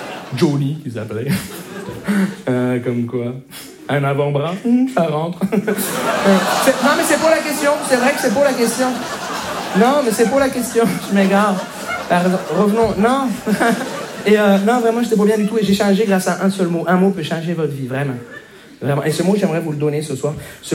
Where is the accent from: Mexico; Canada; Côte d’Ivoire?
Canada; Montreal, Quebec; Bonjour, je me présente … je viens de Montréal.